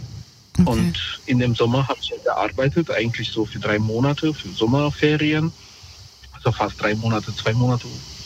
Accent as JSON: {"language": "German", "town": "Mainz", "region": "Rhineland-Palatinate", "country": "Germany", "said": "Also ich komme aus Mainz, ne, sagen wir mal Platz 1 in Mainz"}